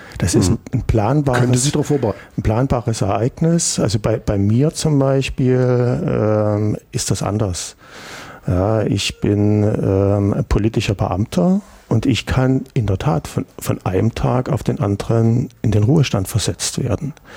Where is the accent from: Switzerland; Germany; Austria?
Germany; eastern Germany; ich bin ja auch hier im Osten groß geworden.